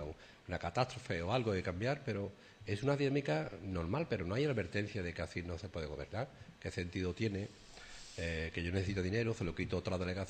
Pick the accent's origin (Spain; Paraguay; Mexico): Spain; Sanlúcar, Andalusia; soy persona de Sanlúcar como tal